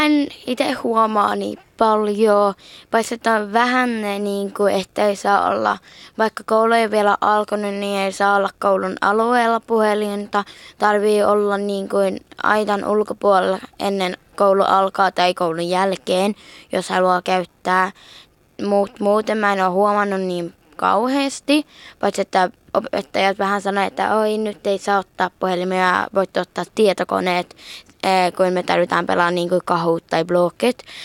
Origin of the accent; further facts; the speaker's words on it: Pälkäne, Pirkanmaa, Finland; Niin siellä me ollaan Pälkäneestä kotoisin, niin kuin tämä suku, niin, ja se on tosi lähellä, tai aika lähellä Tampereet.